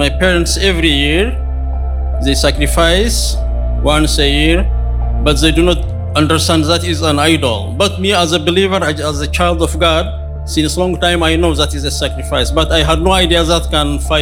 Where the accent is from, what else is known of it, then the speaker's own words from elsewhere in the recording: Eritrea; now in Netherlands; I am from Eritrea, but I reside here in the Netherlands.